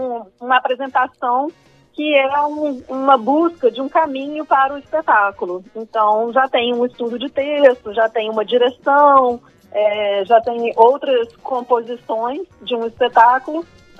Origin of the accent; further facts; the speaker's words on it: Minas Gerais, Brazil; now in Rio de Janeiro, Brazil; eu sou mineira também, ela é minha conterrânea